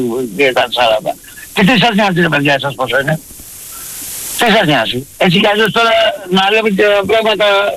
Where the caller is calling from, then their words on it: Nea Makri, Attica, Greece; από Νέα Μάκρη